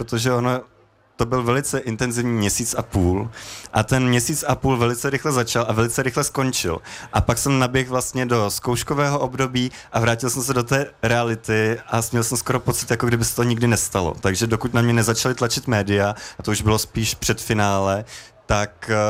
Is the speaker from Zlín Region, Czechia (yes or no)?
no; Tábor, South Bohemian Region, Czechia; já pocházím od Tábora